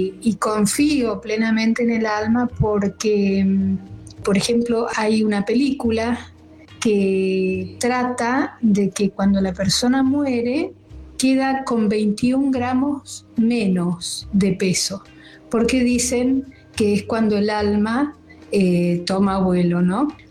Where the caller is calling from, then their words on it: San Rafael, Mendoza, Argentina; de San Rafael, Mendoza.